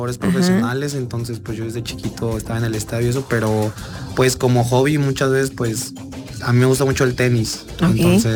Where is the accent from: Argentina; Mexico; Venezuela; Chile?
Mexico; Texcoco, State of Mexico; moved away as an adult; also born or lived in Cuernavaca, Morelos; Yo nací en Cuernavaca, Morelos, pero desde los 4 años vivo en el Estado de México, justo en Texcoco, donde jugó Carlos, entonces pues el clima ya sí es frío.